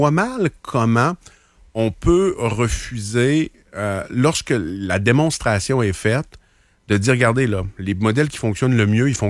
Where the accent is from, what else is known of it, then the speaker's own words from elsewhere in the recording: Chicoutimi, Quebec, Canada; Je suis originaire de Chicoutimi. Une bonne partie de ma famille est encore à Chicoutimi.